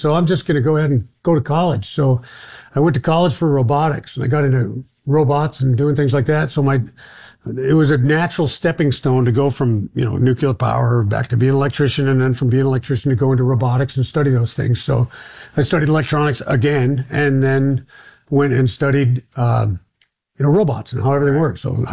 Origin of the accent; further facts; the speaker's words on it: Minnesota, United States; I came back to the state of Minnesota. That's where I was from.